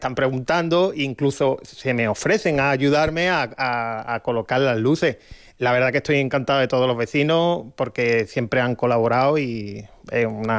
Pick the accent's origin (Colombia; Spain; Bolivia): Spain; Jerez de la Frontera, Andalusia; now in Toledo area, Spain; gente de Jerez de la Frontera, de mi tierra